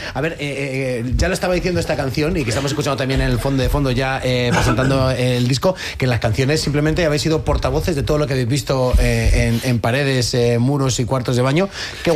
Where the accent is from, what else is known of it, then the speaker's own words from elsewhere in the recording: Valencian Community, Spain; A ver, soy valenciano, o sea, que esto, o sea, puede valer.